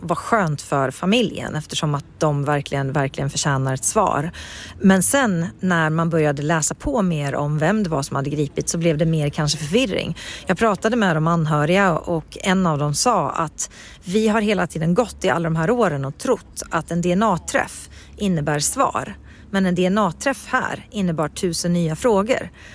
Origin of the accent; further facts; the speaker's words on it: Västra Götaland County, Sweden; där jag kommer ifrån, Västergötland